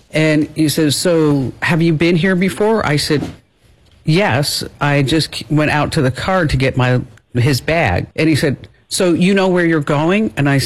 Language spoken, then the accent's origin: English; New Jersey, United States; And I said, listen, I'm from New Jersey. I can handle this.